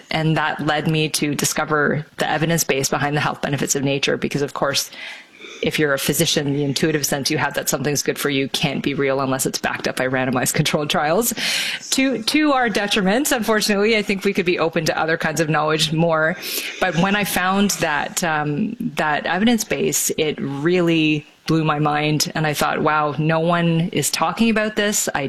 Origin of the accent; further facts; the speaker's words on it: Toronto, Ontario, Canada; moved away as an adult; also born or lived in northern British Columbia; I grew up in the suburbs of Toronto